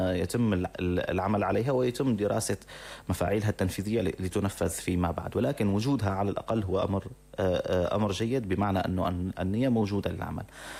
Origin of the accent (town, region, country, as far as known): Syria